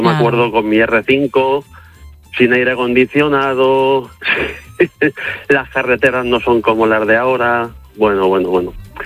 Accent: Madrid, Community of Madrid, Spain; Yo soy de Madrid, donde actualmente resido, y mi actual mujer también, ¿no?

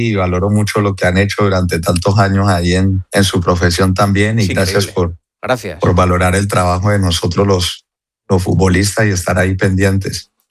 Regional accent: Cali, Valle del Cauca, Colombia

